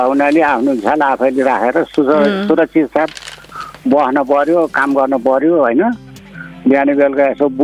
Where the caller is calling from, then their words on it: Godawari, Bagmati, Nepal; म ललितपुर गोदावरी नगरपालिका वडा नम्बर 5 लेले महत गाउँबाट